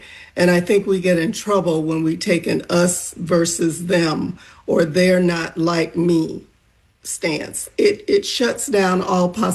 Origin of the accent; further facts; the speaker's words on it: Florida, United States; my own growing up in Northwest Florida